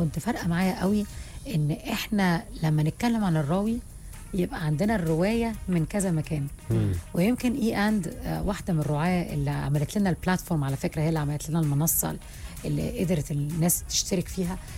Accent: Egypt; احنا كمصريين

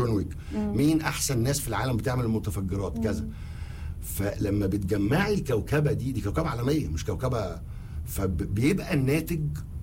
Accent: Egypt; انا كفنان مصري

